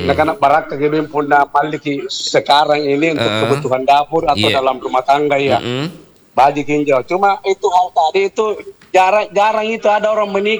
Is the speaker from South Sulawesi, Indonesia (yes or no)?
yes; South Sulawesi, Indonesia; di kalangan kita ini, Bugis Makassar